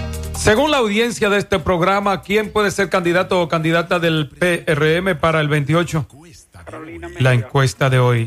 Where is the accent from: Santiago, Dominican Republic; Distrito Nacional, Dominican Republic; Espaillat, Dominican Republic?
Espaillat, Dominican Republic; Moca; born there; moved away; Ahí nací yo.